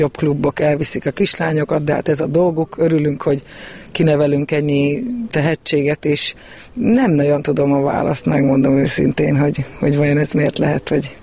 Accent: Dunaújváros, Fejér, Hungary; now in Szentes, Hungary; még dunaújvárosiként is

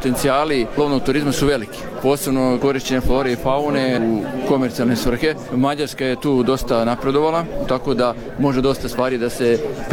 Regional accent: Novi Sad, Vojvodina, Serbia; Da, dolazim iz Novog Sada

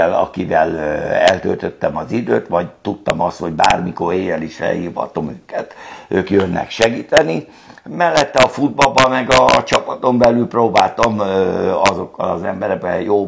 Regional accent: Hungary; Tehát abból induljunk ki, hogy magyar vagyok

